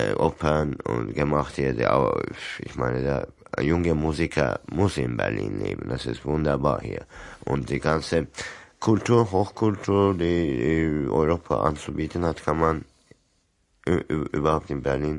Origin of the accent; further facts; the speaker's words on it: Turkey; now in Germany; für mich als ein Ausländer oder überhaupt als Türke schwierig